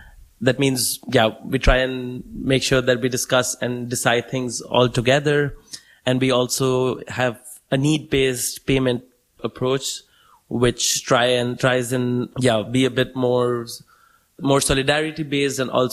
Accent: India; moved away as an adult; now in Leipzig, Germany; I come from India and I've been living here in Leipzig for the last 5 years, almost six now.

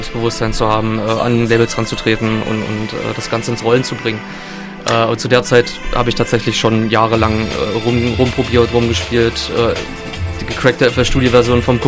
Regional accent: Köthen, Saxony-Anhalt, Germany; moved away as an adult; now in Halle, Germany; Nicht ganz, gebürtig aus Köthen, das ist eine halbe Stunde entfernt von Halle.

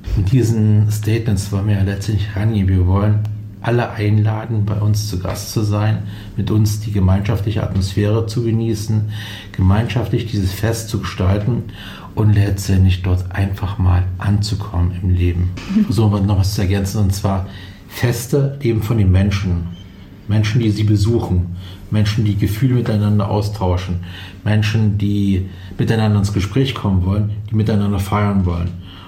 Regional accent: Saxony-Anhalt, Germany; now in Thuringia, Germany; Ich komme zum Beispiel auch aus Sachsen-Anhalt, von daher bin ich auch ein kleiner Migrant.

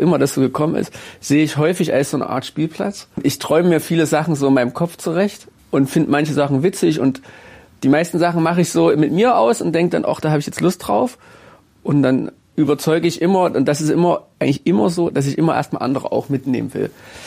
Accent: Jena, Thuringia, Germany; now in Erfurt, Germany; dann bin ich hier durch ganz viele Zufälle gelandet und seitdem fühle ich mich wirklich als Erfurter. So schwer mir das als Jenenser fällt, das sagen zu müssen oder zu wollen, aber es ist genau so, es ist mein Zuhause, ich wohne ja jetzt auch hier

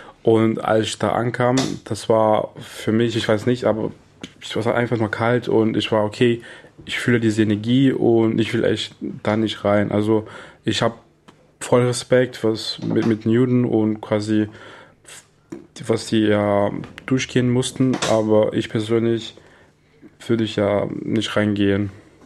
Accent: Brazil; moved away; Ich komme aus Brasilien natürlich.

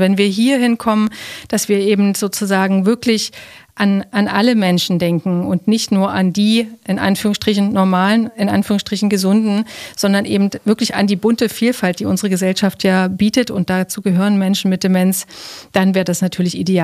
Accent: Leipzig, Saxony, Germany; Und ich als Leipzigerin eben zum Beispiel hier im Leipziger Raum.

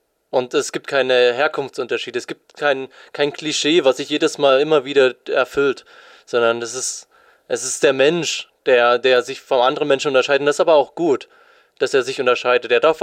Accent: East Germany, Germany; Also nachdem die Mauer gefallen ist und die DDR aufgelöst wurde, die Vereinigung von Deutschland, hat man in Ostdeutschland schon noch die Sachen gesehen, die man in der DDR gesehen hat. Also graue Häuser, altes Spielzeug und all die Sachen. Damit bin ich schon noch aufgewachsen

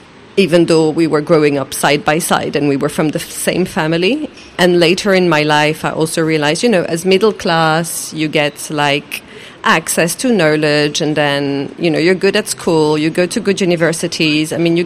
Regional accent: Algeria; Personally for me, I grew up in Algeria in the 90s and we had a civil war where all the institutions collapsed

